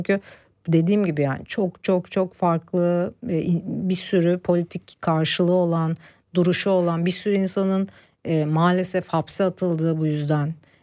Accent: Anatolia, Turkey; orada doğup büyümemiş olsam bu müziği yapabileceğimi de sanmıyorum.

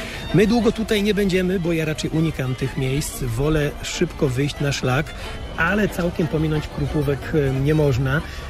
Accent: Silesian Voivodeship, Poland; mimo że przecież w Beskid w dzieciństwie miałem bliżej, bo wychowałem się na Górnym Śląsku.

